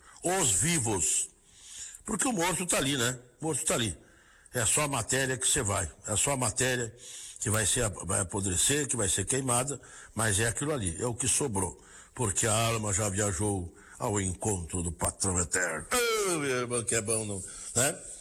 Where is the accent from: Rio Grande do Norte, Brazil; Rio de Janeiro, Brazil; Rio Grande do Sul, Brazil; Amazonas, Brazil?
Rio Grande do Sul, Brazil; Eita, minha terra gaúcha lá, né?